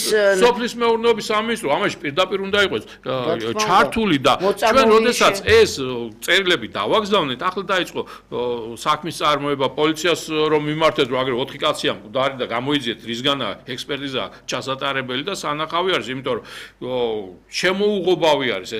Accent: Zestafoni, Imereti, Georgia; მე ვამაყობ, რომ ზესტაფონელი ვარ

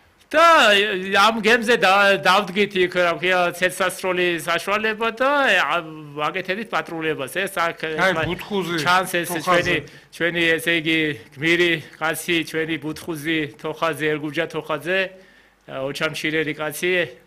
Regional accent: Western Georgia, Georgia; მე თვითონ დასავლეთიდან ვარ

